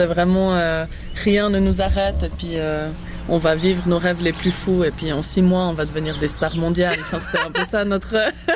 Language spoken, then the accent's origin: French; Abruzzo, Italy; Je suis des Abruzzes, mon papa, et ma maman de Vénétie.